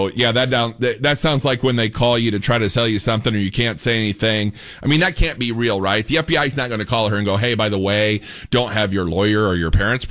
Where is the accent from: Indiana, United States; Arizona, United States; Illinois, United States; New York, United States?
Indiana, United States; moved away; I'm from Indiana. I've only been here 8 years.